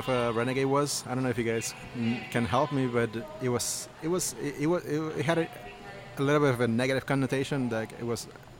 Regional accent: Argentina; moved away; I'm from Argentina.

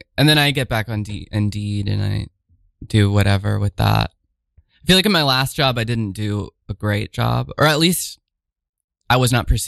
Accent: Washington, United States; So, I grew up in Eastern Washington, mm-hmm. In a smallish town

